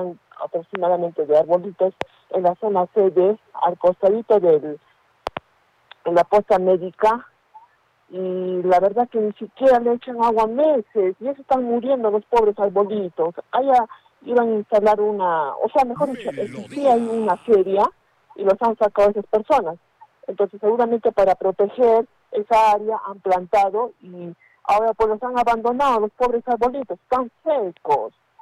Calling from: Paucarpata, Arequipa, Peru; Yo le llamo desde Paucarpata, Miguel Grau.

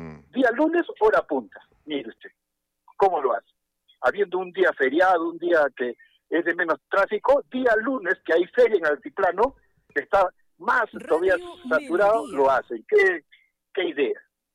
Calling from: Peru; Soy un vecino de Miraflores.

